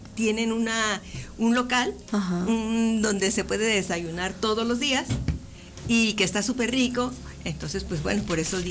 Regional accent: Ciudad Juárez, Chihuahua, Mexico; El clima del desierto es el de mi tierra. Es, bueno, tienes Yo razón. Yo soy de Ciudad Juárez, Chihuahua.

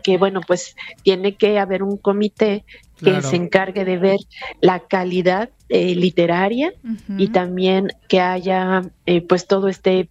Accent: Mexico; como mexicana tengo que apoyar a México

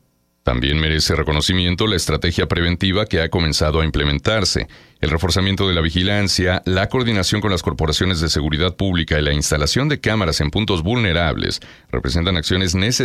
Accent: Chihuahua, Mexico; Y quiero decir que en mi foto de la credencial de la UAI allá cuando era niño en Chihuahua, salgo con la del Santos, ¿eh? Así es que ahí combinando mis dos orígenes.

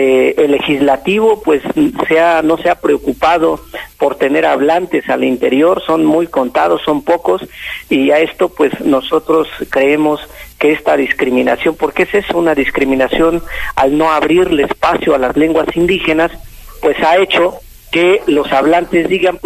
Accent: State of Mexico, Mexico; now in Michoacán, Mexico; Originario del Estado de México, soy Mazagua, pero pues ya llevamos más de 17 años aquí en la región oriente de Michoacán. Yo creo que ya somos más michoacanos que otra cosa.

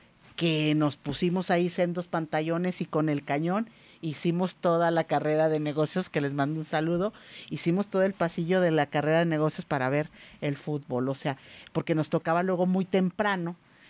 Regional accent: Mexico; somos los mexicanos de que para todo queremos sacar una carnita asada

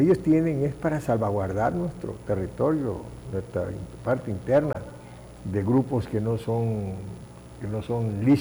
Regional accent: Tabasco, Mexico; aquí somos tabasqueños

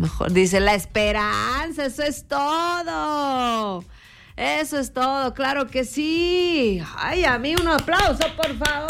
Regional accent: Mexico; ¿Sí o no somos así los mexicanos?

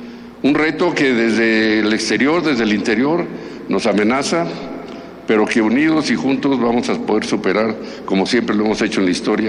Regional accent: Mexico

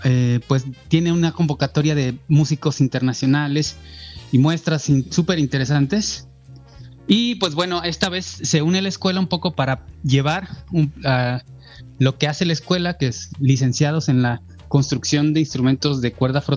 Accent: Veracruz, Mexico; yo soy orgullosamente jarocho también.

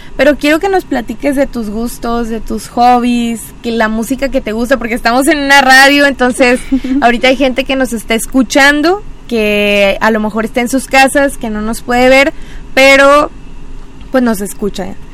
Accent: Melchor Múzquiz, Coahuila, Mexico; somos de aquí de Melchor Musquiz

